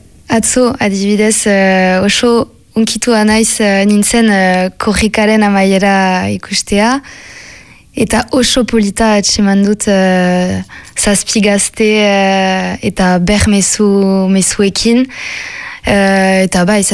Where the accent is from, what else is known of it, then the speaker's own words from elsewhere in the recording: Ustaritz, Nouvelle-Aquitaine, France; Beraz, bai honan sortu naiz, baina ustaritzen hasi nintzen, nire gurasoekin, aitatxi eta amatxirekin. Eta orain berriz bai honara joan naiz bizitzera, beraz, ustaritzekoa naiz.